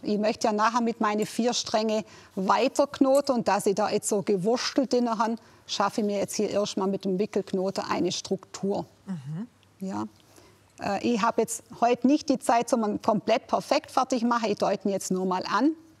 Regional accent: Flanders, Belgium; German is a second language; now in Swabia, Germany; Aber ich bin im Flämischen. Also wir sind Flamer.

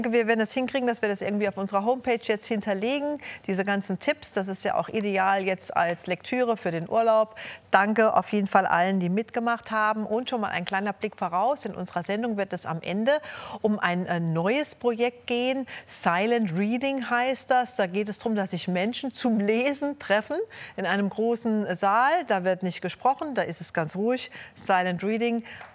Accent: Germany

